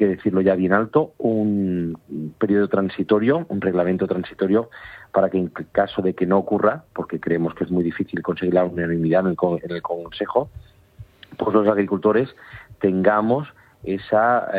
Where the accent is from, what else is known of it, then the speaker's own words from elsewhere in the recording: Spain; now in Brussels, Belgium; como españoles residentes en Bruselas